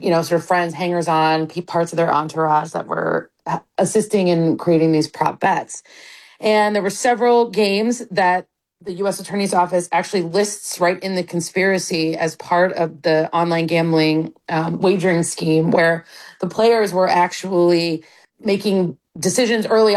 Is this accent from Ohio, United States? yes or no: yes; Cleveland, Ohio, United States; there's a pending case of former Cleveland Guardians players in my hometown of Cleveland, Ohio